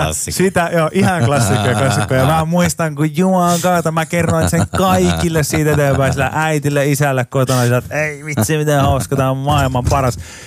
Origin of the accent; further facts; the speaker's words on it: Pori, Satakunta, Finland; Mä oon Porista